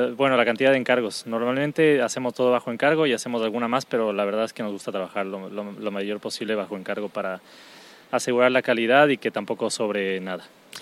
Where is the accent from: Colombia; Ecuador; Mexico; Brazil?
Ecuador; now in Castelldefels, Spain; Yo soy ecuatoriano también, así que es una historia bastante bonita porque es una buena coincidencia estar aquí en Castelldefels siendo ecuatoriano y que esta historia tenga un cacao ecuatoriano.